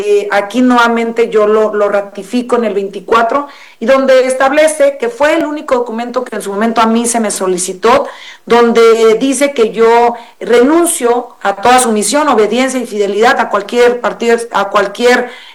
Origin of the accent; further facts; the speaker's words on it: Mexico; Imagínate, del pueblo donde yo soy, tenemos apenas 15 años con luz eléctrica. Yo soy mexicana por nacimiento